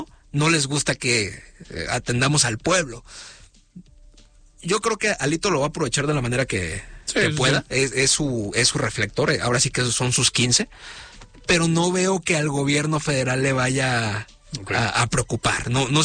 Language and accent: Spanish; Mexico; a mí como mexicano claramente me preocupa la percepción